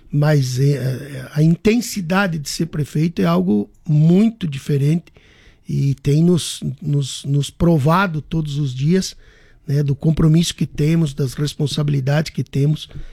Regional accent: Chapecó, Santa Catarina, Brazil; born or raised there

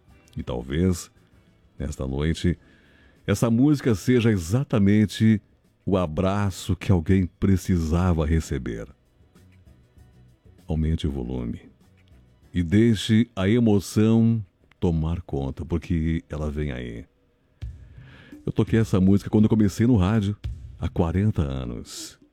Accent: Iraí, Rio Grande do Sul, Brazil; moved away; Iraí, Rio Grande do Sul, que é a cidade onde eu nasci, passei uma boa parte da minha adolescência.

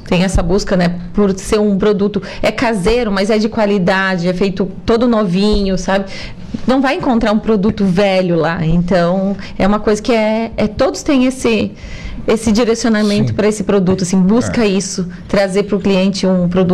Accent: São Marcos, Rio Grande do Sul, Brazil; accent: Serra Gaúcha; moved away; Eu sou natural de São Marcos, lá da Serra Gaúcha.

